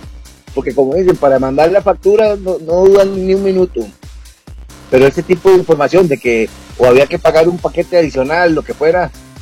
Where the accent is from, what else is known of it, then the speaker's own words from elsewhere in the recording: Costa Rica; nosotros como costarricenses lo vivimos